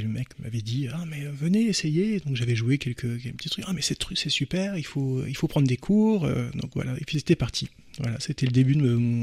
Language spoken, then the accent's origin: French; Nancy, Grand Est, France; Moi, je suis originaire de Nancy.